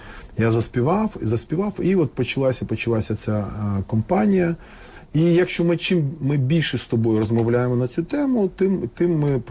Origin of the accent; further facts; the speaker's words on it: Russia; also born or lived in Tajikistan; now in Ukraine; Я виріс... я народився в Таджикистані, а виріс в Росії.